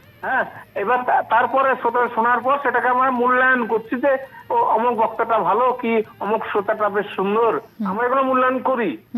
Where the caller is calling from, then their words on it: Baharampur, West Bengal, India; আমি পশ্চিমবঙ্গের মুর্শিদাবাদ জেলার বহরমপুর থেকে